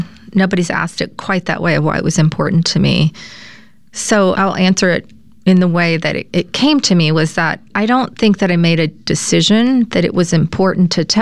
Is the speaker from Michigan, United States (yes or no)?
no; Louisiana, United States; So yes, I grew up in Louisiana myself. I grew up in the southwest part of the state.